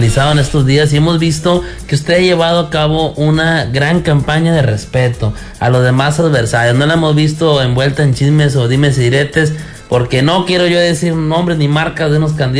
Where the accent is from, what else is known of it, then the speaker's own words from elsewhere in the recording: Coahuila, Mexico; seguimos siendo coahuilenses, seguimos estando viviendo aquí